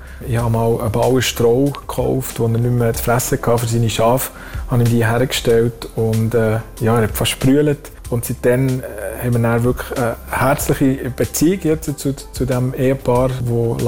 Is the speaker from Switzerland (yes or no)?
yes; Switzerland; now in Mallorca, Spain; es gibt so Sachen, die ich als Schweizer sofort gesehen und auch Lösungen hat, aber weil ich Gast bin hier auf Mallorca, wir sind Gäste, wir sind in einem fremden Land